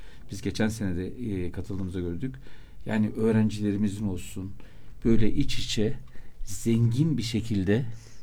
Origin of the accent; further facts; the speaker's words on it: Sivas, Turkey; Bir de şu var, biz Sivaslıyız. İstanbul'da mesela Sivaslı çok.